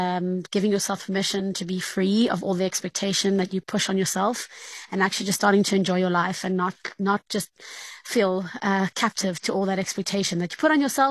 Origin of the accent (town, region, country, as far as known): South Africa; moved away